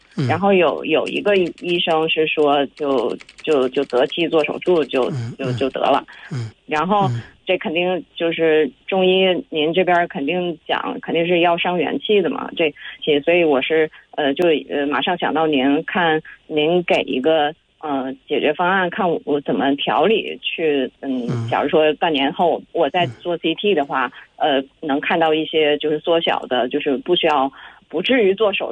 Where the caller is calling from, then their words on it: Beijing, China; 我是北京的。